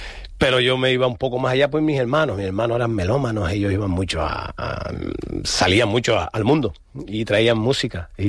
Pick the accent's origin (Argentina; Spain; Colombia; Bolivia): Spain; Santa Cruz de Tenerife, Canary Islands; now in El Médano, Spain; en Chimisay, que yo soy Chimisay, y siempre lo llevo por bandera, que soy de Ofra, de Chimisay.